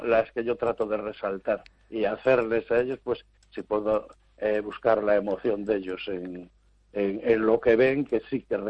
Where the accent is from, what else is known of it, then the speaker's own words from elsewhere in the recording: Galicia, Spain; Yo, como soy del sur, del Baixo Miño, pues siempre pongo el camino portugués